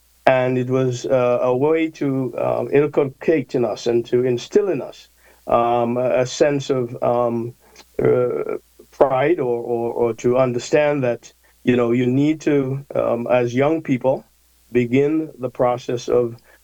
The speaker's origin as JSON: {"language": "English", "country": "Antigua & Barbuda", "tie": "born or raised there", "said": "growing up in Antigua and Barbuda"}